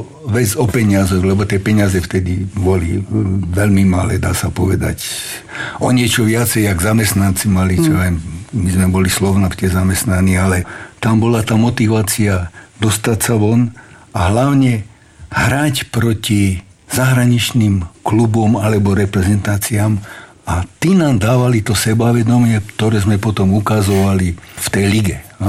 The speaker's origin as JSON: {"language": "Slovak", "town": "Topoľčany", "region": "Nitra Region", "country": "Slovakia", "said": "a ja osobne pochádzam z Topolčana, v Topolčanoch sa veľmi dobre robilo"}